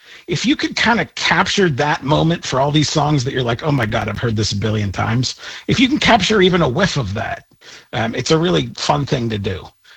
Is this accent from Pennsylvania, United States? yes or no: yes; Greensburg, Pennsylvania, United States; Like, I grew up in Greensburg.